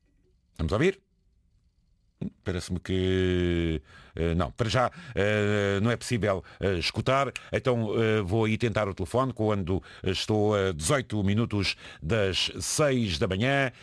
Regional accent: Porto, Portugal; Eu também sou da Sé do Porto

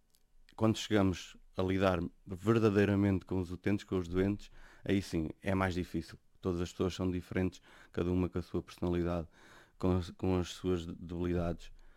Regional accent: Coimbra, Centro, Portugal; eu sou de Coimbra. Tirei o curso em Coimbra

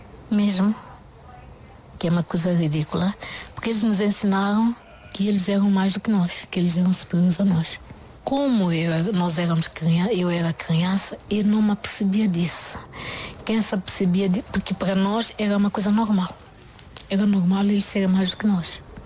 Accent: São Tomé, São Tomé & Príncipe; moved away as an adult; also born or lived in Krasnodar, Russia; now in Portugal; Eu nasci em São Tomé, mais precisamente em António Soares, que é uma pequena localidade lá em São Tomé.

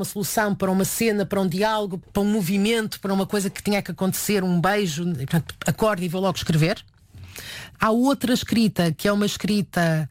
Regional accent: Porto, Norte, Portugal; E eu sou do Porto

